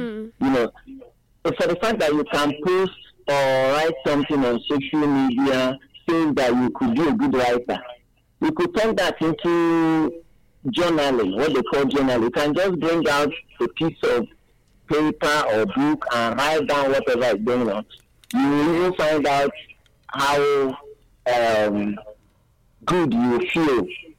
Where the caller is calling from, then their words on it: Madagascar; I'm calling you from Madagascar.